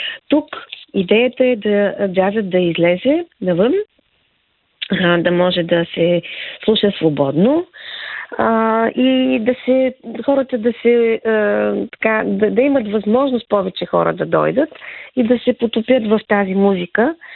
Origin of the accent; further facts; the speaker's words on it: Dobrich, Dobrich Province, Bulgaria; в моя роден град, всъщност Добрич.